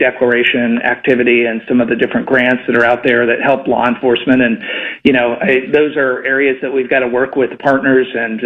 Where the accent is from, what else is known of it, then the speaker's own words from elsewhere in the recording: California, United States; I'm from California.